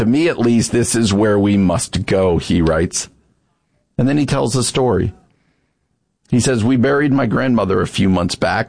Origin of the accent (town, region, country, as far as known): Long Valley, New Jersey, United States; born or raised there